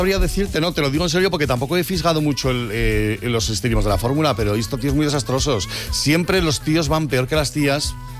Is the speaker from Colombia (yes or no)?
no; Community of Madrid, Spain; Yo soy madrileño, pero soy de madre aragonesa.